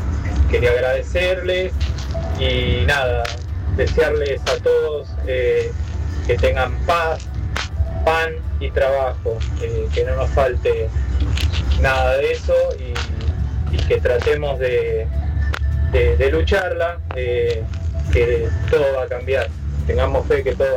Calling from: González Catán, Buenos Aires Province, Argentina; soy de González Catán.

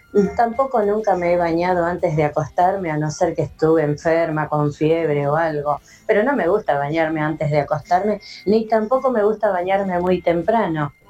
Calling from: González Catán, Buenos Aires Province, Argentina; de González Tatán.

